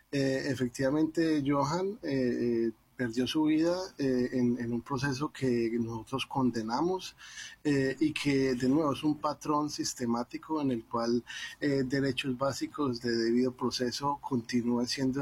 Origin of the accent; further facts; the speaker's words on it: Colombia; now in United States; como colombiano, muy sentido, pero también pues como migrante